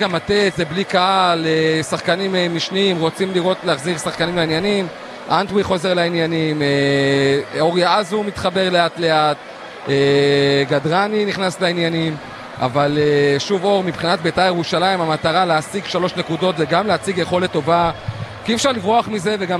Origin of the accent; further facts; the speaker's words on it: Jerusalem, Jerusalem District, Israel; אנחנו ירושלמים לא בנויים ללחות